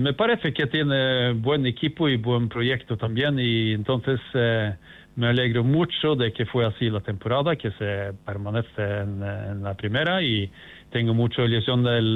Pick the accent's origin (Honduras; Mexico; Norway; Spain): Norway; Spanish is a second language; voy a estar en mi país, en Oslo, en Noruega, donde vivo yo.